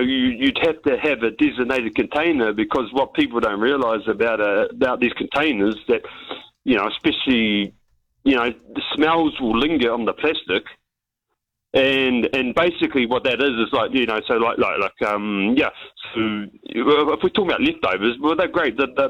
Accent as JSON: {"language": "English", "region": "Canterbury", "country": "New Zealand", "said": "I'm from Canterbury, and obviously I was a fan of Fraser"}